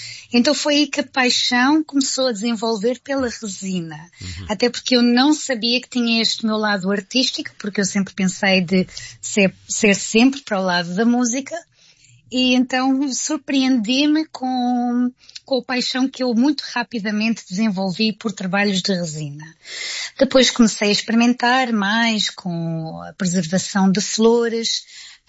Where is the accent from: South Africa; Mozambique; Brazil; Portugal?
Portugal; Loures, Lisbon; now in United Kingdom; E morei especificamente em Loures. Eu fui criada em Loures, no distrito de Lisboa, e ainda tenho lá familiares.